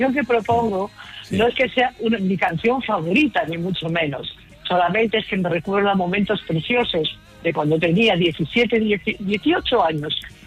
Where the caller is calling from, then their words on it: Bad Kissingen, Bavaria, Germany; Pues me llamo desde un pueblo muy bonito que se llama Bad Kissingen, en Alemania.